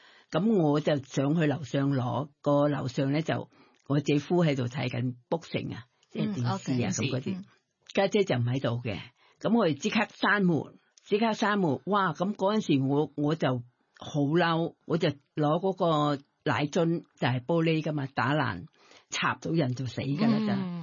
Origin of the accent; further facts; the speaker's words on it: Thailand; Cantonese is a second language; 因为我自己又唔敢，即系我哋泰国人咧就。